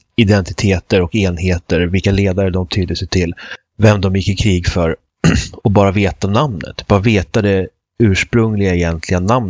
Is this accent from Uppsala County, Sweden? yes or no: yes; Uppsala, Uppsala County, Sweden; jag är född och uppvuxen i Eriksberg i Uppsala. Men jag skulle också kunna säga att jag kommer från Bonkyrka socken i Ulleråkers härad i Tiundaland i Svitjod.